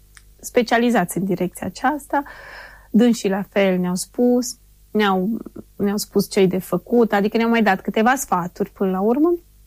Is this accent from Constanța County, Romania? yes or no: no; Cluj-Napoca, Cluj County, Romania; noi suntem din Cluj.